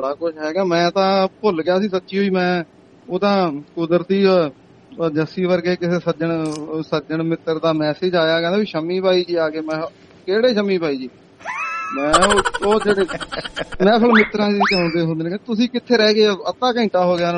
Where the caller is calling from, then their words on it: Haryana, India; ਅਸੀਂ ਤਾਂ ਹੈ ਵੀ ਹਰਿਆਣੇ ਵਾਲੇ ਆ ਹਿੰਦੀ ਵਾਲੇ ਤੇ ਸਾਡਾ ਥੋੜਾ ਜਿਹਾ ਕਲਚਰ ਵੱਖਰਾ ਹੈਗਾ ਪੰਜਾਬ ਨਾਲੋਂ